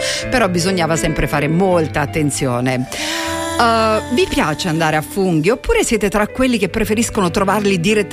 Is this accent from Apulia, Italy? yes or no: yes; Apulia, Italy; al mio paese inteso come la Puglia, no? In questo caso, perché insomma noi pugliesi amiamo andare a raccogliere funghi.